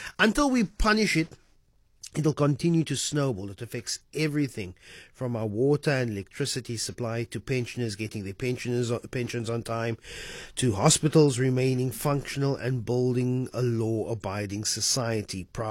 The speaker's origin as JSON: {"language": "English", "country": "South Africa"}